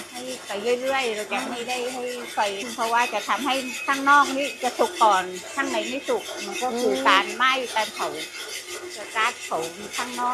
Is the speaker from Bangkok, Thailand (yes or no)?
no; Surat Thani, Thailand; เป็นคนสุราษฎร